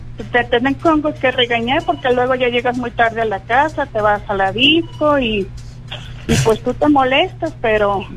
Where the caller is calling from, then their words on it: Xalapa, Veracruz, Mexico; De aquí, de Jalapa.